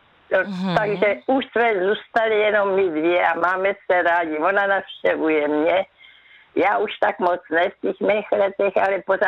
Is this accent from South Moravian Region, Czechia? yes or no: yes; Brno, South Moravian Region, Czechia; Klidně, já jsem byla z Brna